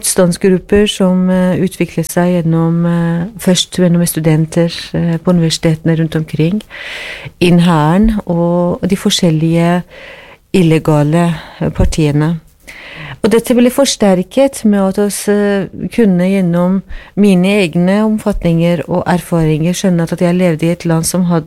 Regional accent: Tehran, Tehran Province, Iran; Norwegian is a second language; moved away as an adult; now in Norway; jeg hadde utdannelse bak meg da jeg kom fra Teheran.

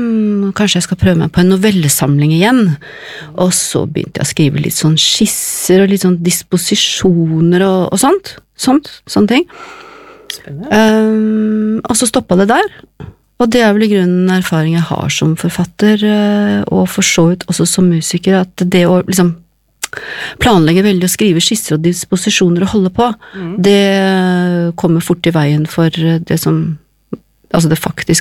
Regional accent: Moss, Østfold, Norway; Egentlig så kommer jeg fra Moss, og jeg pleier å si at forbløffende mange av oss er fra Moss

